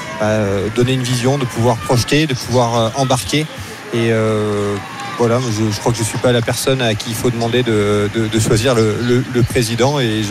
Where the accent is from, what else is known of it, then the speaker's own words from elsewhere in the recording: France; now in Haute-Savoie, France; Depuis quelques années, donc oui, sur là où j'habite, et mais non, ouais, je suis originaire des Pyrénées